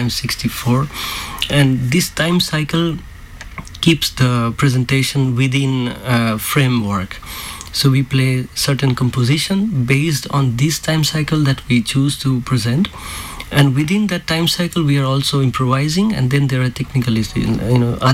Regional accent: India; we as an Indian in general believe in life incarnation and few lives before and after.

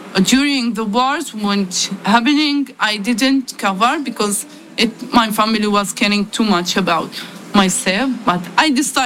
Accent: Gaza, Gaza Strip, Palestine; English is a second language; I'm from Gaza

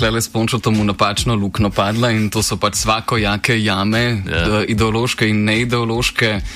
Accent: Ljubljana, Central Slovenia, Slovenia; kot Ljubljančani pa rečemo

